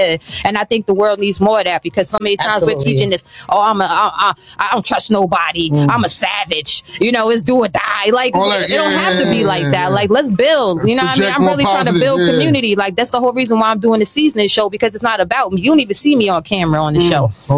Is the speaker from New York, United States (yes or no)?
yes; New York, United States; But I'm from New York.